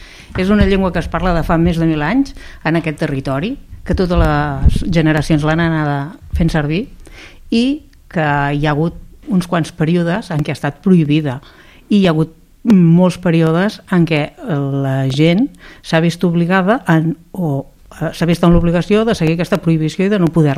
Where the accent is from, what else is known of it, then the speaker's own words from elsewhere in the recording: Catalonia, Spain; tots els catalans ens sentim molt identificats en l'ús de la nostra llengua